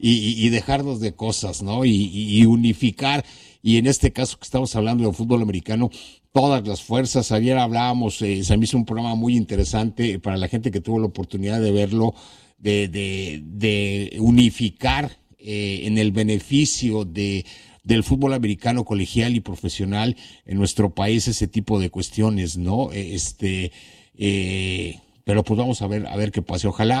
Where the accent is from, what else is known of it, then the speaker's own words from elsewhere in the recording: Mexico; nosotros como mexicanos